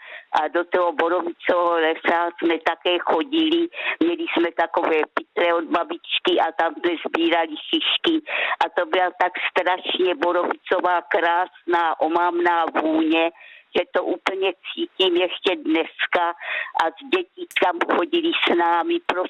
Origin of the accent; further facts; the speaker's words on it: Rohatec, South Moravian Region, Czechia; born there; Narodila jsem se v Rohací u Hodonína a tam jsem měla babičku, té se říkalo stařenka a stařeček